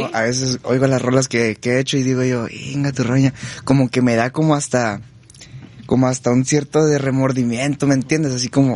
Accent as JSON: {"language": "Spanish", "town": "Cuauhtémoc", "region": "Chihuahua", "country": "Mexico"}